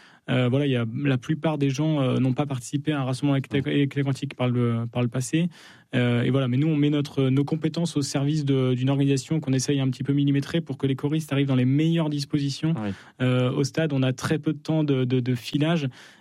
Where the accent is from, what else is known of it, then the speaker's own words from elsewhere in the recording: Chambéry, Auvergne-Rhône-Alpes, France; Non, j'en suis, je viens de Chambéry. Donc